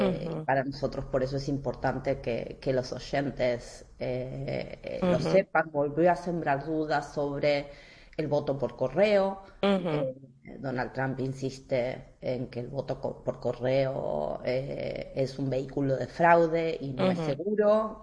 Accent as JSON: {"language": "Spanish", "country": "Argentina", "said": "Yo soy argentina"}